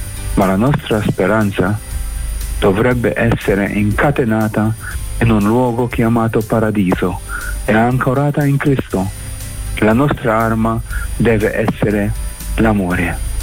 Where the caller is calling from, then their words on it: Malta; da Malta. Grazie, un buon stazione, io sono maltese.